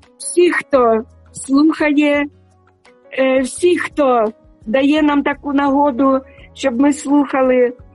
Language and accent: Ukrainian; Sumy, Sumy Oblast, Ukraine; moved away; я хочу передати вітання на Україну, у моє рідне місто Суми.